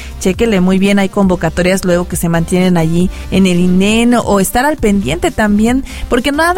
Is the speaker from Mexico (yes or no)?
yes; Mexico; es parte de lo que nos gusta como mexicanos, ¿no?